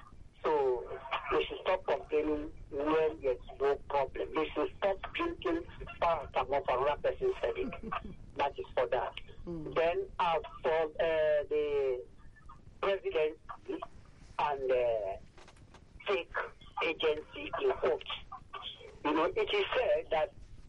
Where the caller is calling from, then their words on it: Abaranje, Lagos, Nigeria; I'm calling from Abaronje.